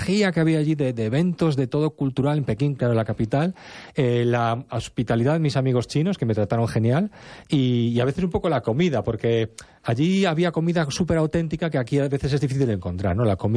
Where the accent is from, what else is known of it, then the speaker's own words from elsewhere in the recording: Ourense, Galicia, Spain; pues yo soy de Orense, ¿no? De Carballiño, de Avión